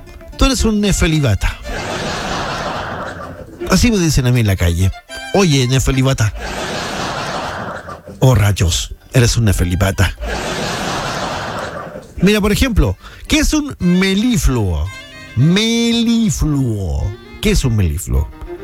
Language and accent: Spanish; Venezuela; No, no, bueno. Soy venezolano. Es mi chamo, ¿eh? No, pues marico usa lo venezolano.